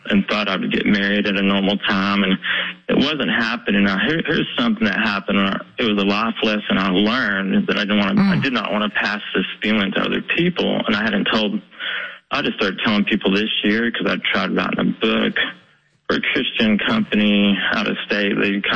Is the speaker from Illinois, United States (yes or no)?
no; Weatherford, Oklahoma, United States; I know people in Oklahoma City and my hometown of Weatherford and a lot of places that are going through loneliness too